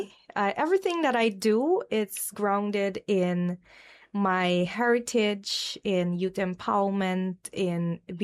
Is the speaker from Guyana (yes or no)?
yes; Pakuri, Demerara-Mahaica, Guyana; Well, I'm from Pakuri, St. Cuthbert's Mission. That is the only titled village in Region 4. I was born there to my parents … I'm the third of five children. And I left the village